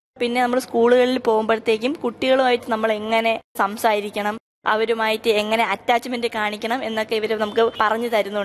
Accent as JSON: {"language": "Malayalam", "region": "Kerala", "country": "India", "said": "ഞാൻ തിരുവനന്തപുരം ജില്ലയിൽ നിന്നാണ് വരുന്നത്."}